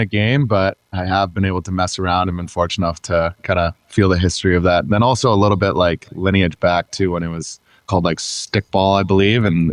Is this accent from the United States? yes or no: no; Georgetown, Ontario, Canada; There was a group of us from my hometown, who was four of us who were all kind of commuting together down to Vaughan, Ontario, back to Georgetown.